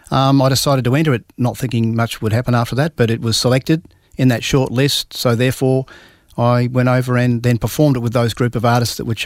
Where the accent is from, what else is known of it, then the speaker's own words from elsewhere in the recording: South Caulfield, Victoria, Australia; Well, I grew up in South Caulfield, mm-hmm. which is in Victoria, in a middle-class family.